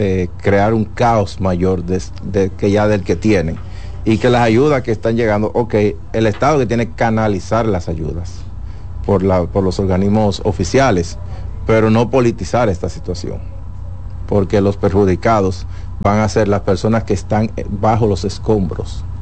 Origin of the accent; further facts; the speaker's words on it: Dominican Republic; somos los dominicanos.